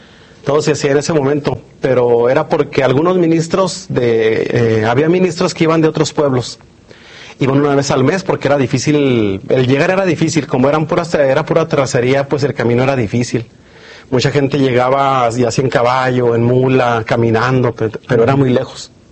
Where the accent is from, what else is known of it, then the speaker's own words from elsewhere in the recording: Sonora, Mexico; Entonces imagínense cuando llegan a mi pueblo, el Yaqui se llama.